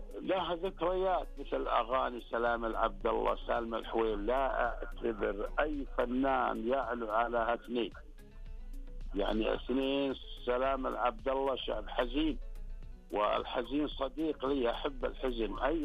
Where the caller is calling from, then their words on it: Ha'il, Ha'il Province, Saudi Arabia; أنا من حايل بعد